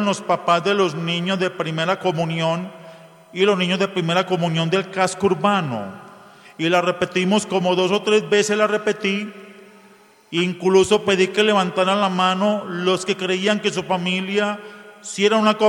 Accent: Colombia; como pueblo, como familia colombiana

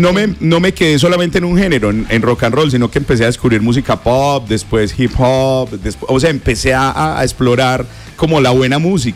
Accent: Yarumal, Antioquia, Colombia; moved away; Yarumal, de donde soy, de mi pueblo, Yarumal.

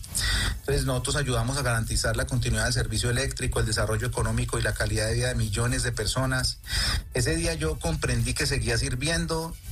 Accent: Colombia; como colombiano me emociona

